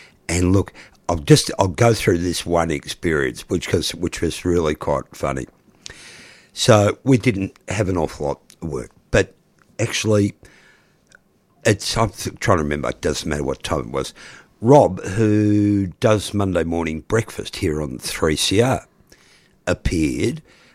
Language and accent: English; Melbourne, Victoria, Australia; As a kid, I grew up in Donvale.